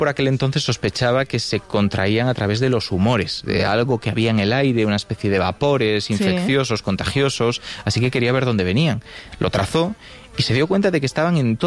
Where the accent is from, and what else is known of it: Galicia, Spain